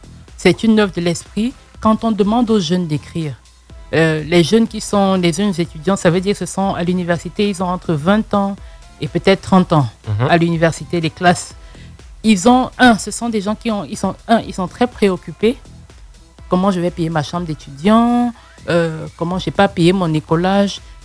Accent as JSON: {"language": "French", "country": "Côte d’Ivoire", "said": "je sais que je suis ivoirienne"}